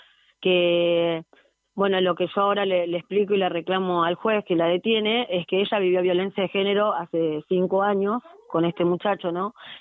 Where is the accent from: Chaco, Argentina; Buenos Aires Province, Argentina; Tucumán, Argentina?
Buenos Aires Province, Argentina; General Pacheco; nosotros somos de acá de Pacheco